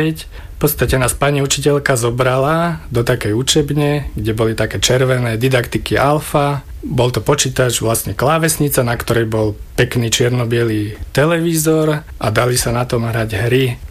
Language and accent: Slovak; Topoľčany, Nitra Region, Slovakia; moved away as an adult; now in Nitrianska Blatnica, Slovakia; Som rodený Topolčanec, narodil som sa v Topolčanoch, vyrastal som v Topolčanoch, ale postupom času, jak som aj založil rodinu, tak sme potrebovali niekde bývať vo väčšom, tak som sa odsťahoval v smere na Piešťany do Nitrianskej Blatnice